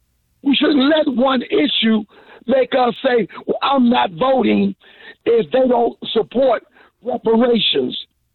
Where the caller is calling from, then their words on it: Washington, District of Columbia, United States; I'm calling from Capitol Hill, D.C.